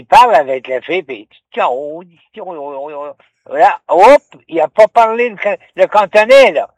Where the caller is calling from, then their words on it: Quebec, Canada; J'ai dit non, je suis Québécois.